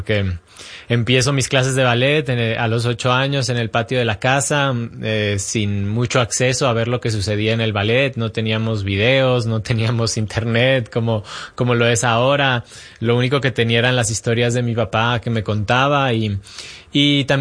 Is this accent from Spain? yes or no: no; Mexico; es algo bien, bien especial porque como mexicano desde niño, cuando empecé a viajar